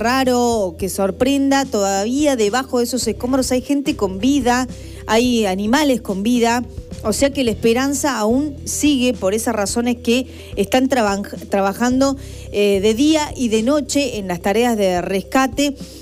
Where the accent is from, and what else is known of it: Córdoba, Argentina